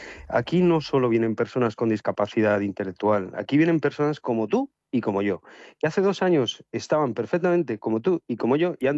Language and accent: Spanish; Alicante, Valencian Community, Spain; que somos de aquí de Alicante